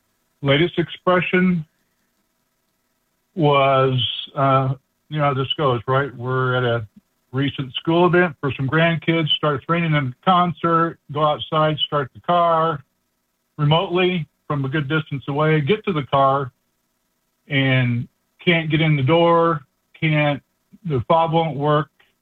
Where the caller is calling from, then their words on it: Sioux Falls, South Dakota, United States; I'm calling from about 20 miles down the road in southeast Sioux Falls.